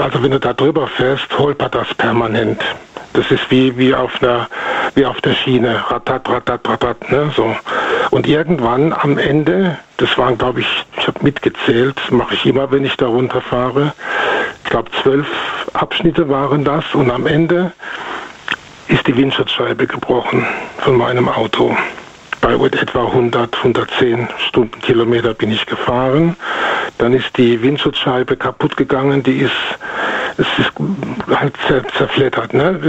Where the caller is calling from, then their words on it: North Rhine-Westphalia, Germany; aus dem Rhein-Sieg-Kreis.